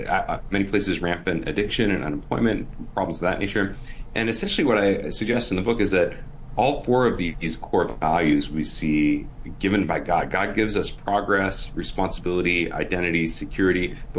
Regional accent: Portland, Oregon, United States; I live now here back in my hometown of Portland, Oregon.

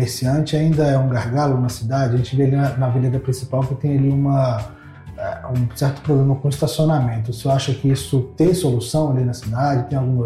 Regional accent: Brasília, Federal District, Brazil; a gente chama de cidades satélites porque a gente é daqui de Brasília

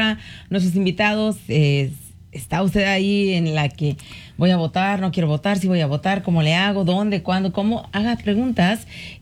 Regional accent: Veracruz, Mexico; Somos de Jarochilandia, claro. Pero soy muy familiarizada con la frontera de McAllen.

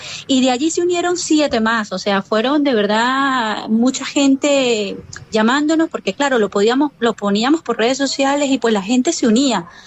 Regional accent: Venezuela; moved away as an adult; now in Almería, Spain; mi hija y yo somos dos venezolanas más, que tenemos ya 9 años en Almería, resididas aquí.

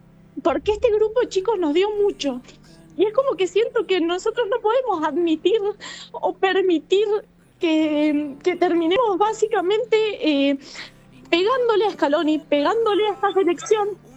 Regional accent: Argentina; eso es lo que nos identifica como argentinos

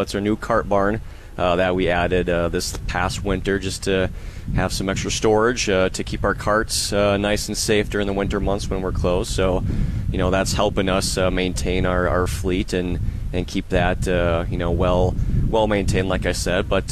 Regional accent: Green Bay, Wisconsin, United States; moved away as an adult; also born or lived in New Mexico; now in Medora, United States; Green Bay, Wisconsin.

